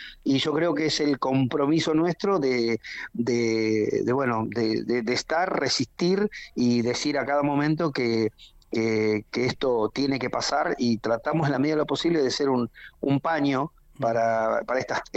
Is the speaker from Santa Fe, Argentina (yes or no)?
no; Santa Cruz, Argentina; now in Buenos Aires, Argentina; soy de Gobernador Gregores